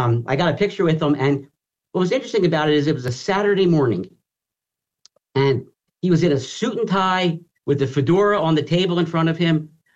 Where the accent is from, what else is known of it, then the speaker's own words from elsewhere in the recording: Philadelphia, Pennsylvania, United States; So I'm from Philadelphia. I'm there, I'm there in Dallas for business.